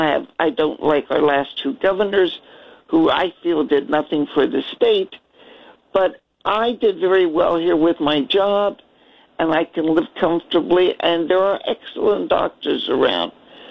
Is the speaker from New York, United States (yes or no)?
no; Shadyside, Ohio, United States; now in Bergen County, United States; In a very small town, Shadyside, Ohio. We were by the Ohio River across from Wheeling, West Virginia.